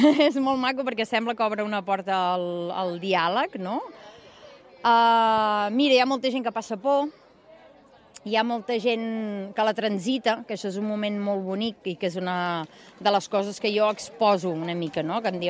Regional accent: Girona, Catalonia, Spain; also born or lived in Terrassa; de Girona. Sí, sí, jo estic allà vivint i nascuda, bueno, nascuda a Terrassa, però viscuda a Girona molt de temps, i d'allà, però després hem passat per molts i molts llocs.

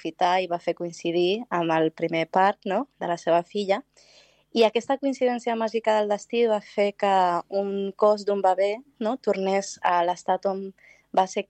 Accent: Valencian Community, Spain; jo vaig créixer al País Valencià, a la província de Castelló, pensant que era una més d'aquesta societat, no?, heterogènia i diferent

